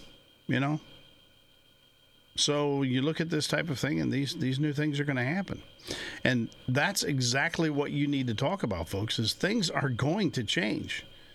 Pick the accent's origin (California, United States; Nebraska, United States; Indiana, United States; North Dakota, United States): Indiana, United States; New Harmony; I am from New Harmony, Indiana.